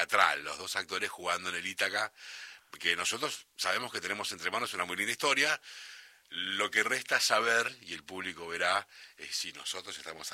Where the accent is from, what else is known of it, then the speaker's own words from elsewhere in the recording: Santa Fe, Argentina; also born or lived in Córdoba; Yo nací en provincia de Córdoba. Eso te iba a decir. Aunque me crié más en Santa Fe. Bueno, un poco y un poco. Me considero un hombre de la pampa húmeda argentina.